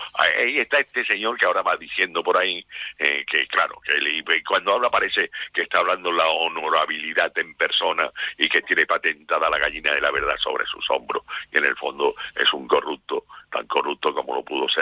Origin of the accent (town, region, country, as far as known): Spain